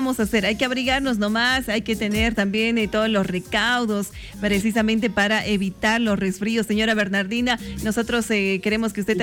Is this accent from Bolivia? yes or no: yes; Oruro, Bolivia; si somos los bolivianos y los orureños